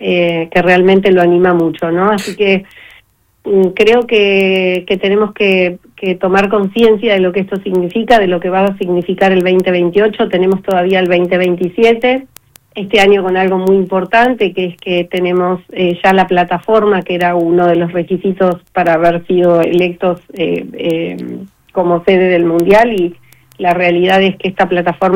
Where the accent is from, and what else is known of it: Santa Cruz, Argentina